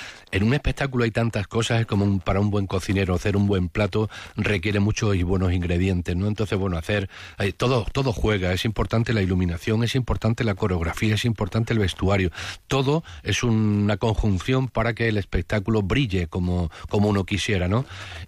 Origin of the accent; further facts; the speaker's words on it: Don Benito, Extremadura, Spain; Pero siempre que puedo, intento hacer todos los estrenos en Don Benito, en mi pueblo.